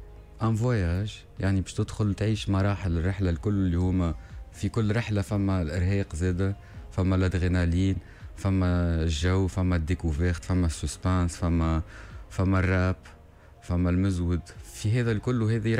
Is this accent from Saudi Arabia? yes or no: no; Tunisia; حياتي الكل هنا في تونس وما نخرجش